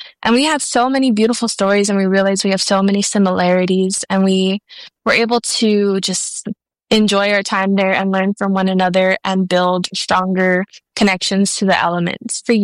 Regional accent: Tucson, Arizona, United States; I come from the Pascua Yaqui tribe, barrio libre and new pascua communities in Tucson, Arizona.

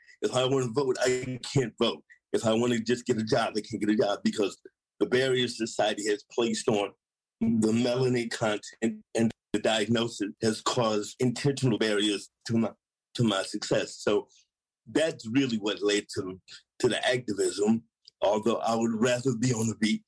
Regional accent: St. Louis, Missouri, United States; I came from St. Louis, Missouri, in the, at the end of the 60s and the 70s. And it's very segregated. It was the northernmost antebellum South State.

